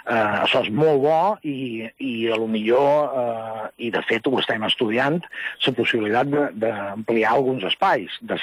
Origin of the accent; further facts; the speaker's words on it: Menorca, Balearic Islands, Spain; estem a Menorca, tenim com a menorquins, jo crec que tots sabem i som conscients de que tenim que vivim un paradís